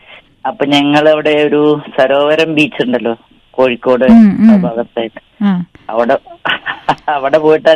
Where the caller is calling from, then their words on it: Kerala, India; സ്ഥലം വെളിയൂർ പഞ്ചായത്ത്.